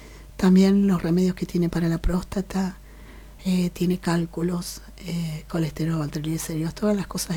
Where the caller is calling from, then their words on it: Neuquén, Argentina; Yo vivo en Neuquén